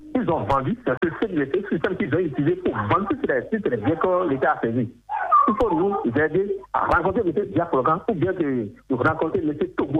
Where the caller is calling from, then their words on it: Akassato, Atlantique, Benin; Je vous appelle depuis Akassatou.